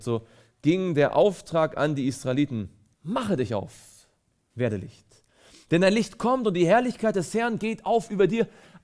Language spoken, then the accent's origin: German; Mecklenburg-Vorpommern, Germany; now in Baden-Württemberg, Germany; bin ja nicht gebürtig aus Baden-Württemberg, aber als ich hierher zog, habe ich zum ersten Mal in meinem Leben Weinberge gesehen. Ich komme von der Ostsee, da gibt es keine Weinberge, ja, da gibt es raue See und viel Sand und Moor in Mecklenburg-Vorpommern.